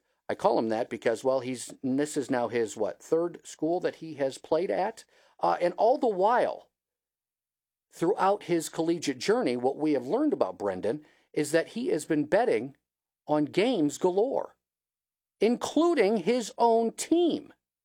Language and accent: English; Toledo, Ohio, United States; moved away; I have always maintained Toledo, Ohio is a nice place to be from.